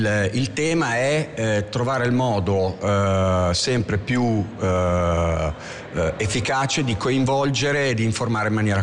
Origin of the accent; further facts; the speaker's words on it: Milan, Lombardy, Italy; io vengo da Milano